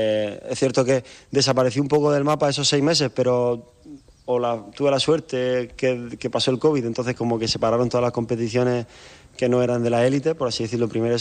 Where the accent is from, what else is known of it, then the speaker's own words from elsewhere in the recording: Murcia, Region of Murcia, Spain; born there; Yo nací en Murcia, sí.